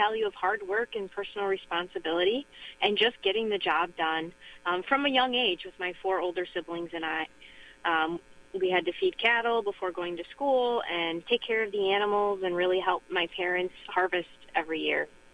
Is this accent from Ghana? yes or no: no; Darien, Wisconsin, United States; I'm originally from Walworth County. I grew up in Darien, Wisconsin, just a small town on my family's farm where we raise cattle and grow crops to this day.